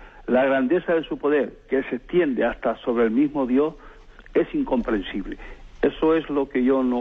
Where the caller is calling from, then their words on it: Arrecife, Canary Islands, Spain; monseñor, de Arrecife.